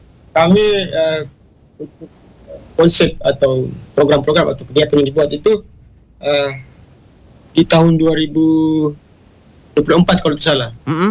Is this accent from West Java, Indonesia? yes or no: no; Lembata, East Nusa Tenggara, Indonesia; now in Maumere, Indonesia; Saya asli Lembata.